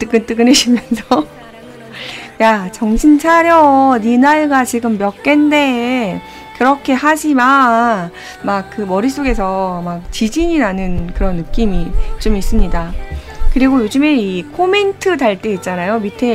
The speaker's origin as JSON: {"language": "Korean", "region": "Chungcheong", "country": "South Korea", "said": "저는 충청도 사람이니까"}